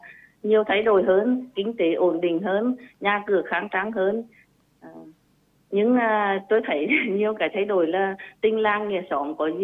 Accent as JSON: {"language": "Vietnamese", "area": "Môn Sơn", "region": "Nghệ An", "country": "Vietnam", "tie": "born or raised there", "said": "Thực ra tôi là sinh ra và lớn lên ở làng quê ở trong Môn Sơn."}